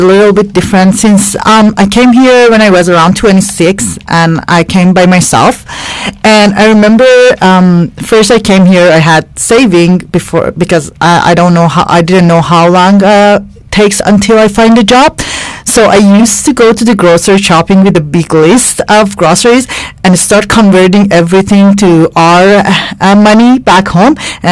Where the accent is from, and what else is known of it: Iran; now in Canada